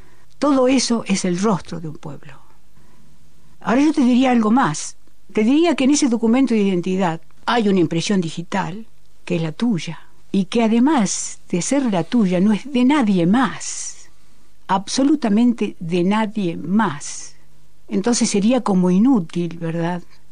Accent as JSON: {"language": "Spanish", "country": "Argentina"}